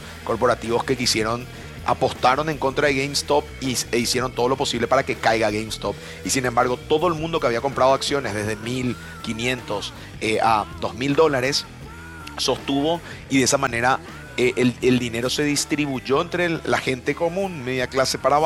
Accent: Paraguay; como los paraguayos por lo menos que llegamos ayer

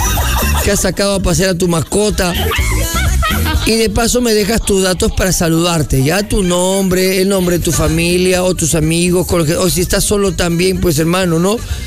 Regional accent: Mala, Lima, Peru; Mi Mala hermosa, mi tierra

